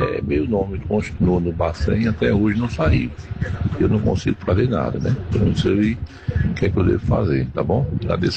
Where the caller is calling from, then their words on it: Campina Grande, Paraíba, Brazil; sou de Campina Grande, Paraíba